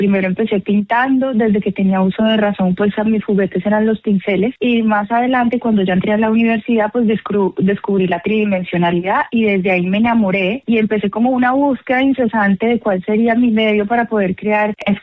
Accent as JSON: {"language": "Spanish", "town": "Bogotá", "region": "Bogotá Capital District", "country": "Colombia", "said": "La primera vez que expongo en Cali, yo soy de Bogotá, es la primera vez que vengo acá."}